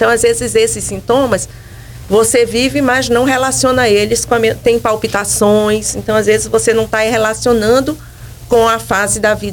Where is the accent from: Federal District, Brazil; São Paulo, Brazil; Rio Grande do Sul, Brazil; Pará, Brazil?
Pará, Brazil; Belém; moved away as an adult; now in Uruaçu, Brazil; Eu nasci em Belém, formei lá na UFPA e fiz residência também lá na Santa Casa.